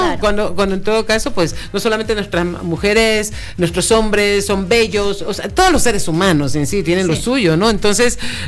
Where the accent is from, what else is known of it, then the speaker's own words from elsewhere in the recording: Panama; now in Ecuador; en realidad nosotros somos panameños, sin embargo ya tenemos una vida acá y tenemos raíces ecuatorianas también por mi papá, ¿no? Y de todas formas latinoamericanos.